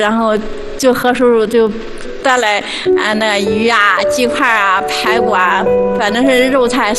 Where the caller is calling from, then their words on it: Henan, China; 他的声音和我们河南人说话不一样嘛